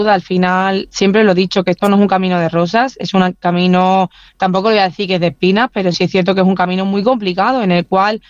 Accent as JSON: {"language": "Spanish", "town": "Huelva", "region": "Andalusia", "country": "Spain", "said": "cuando bajé a mi tierra, a Huelva, y lo pude disfr"}